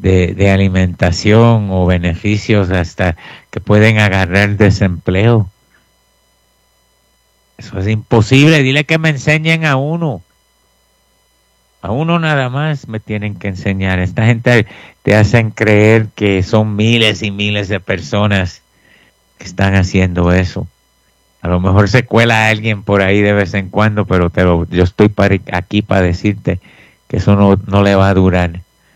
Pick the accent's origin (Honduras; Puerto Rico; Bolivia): Puerto Rico; Yo estoy acostumbrado a ser el único boricua en el salón.